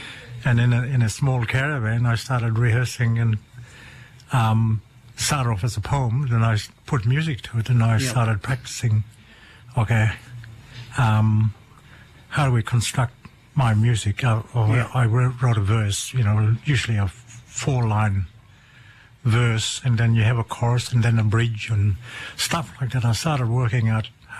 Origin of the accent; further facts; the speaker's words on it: Western Australia, Australia; And we have family from there, so we're from the Bunyal people, but we relate to Nimanbur.